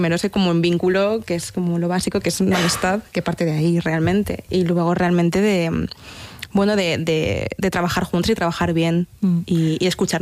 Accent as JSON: {"language": "Spanish", "town": "Valencia", "region": "Valencian Community", "country": "Spain"}